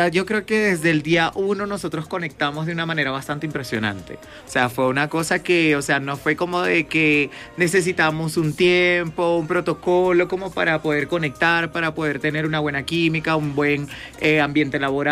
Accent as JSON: {"language": "Spanish", "country": "Venezuela", "said": "Somos venezolanos."}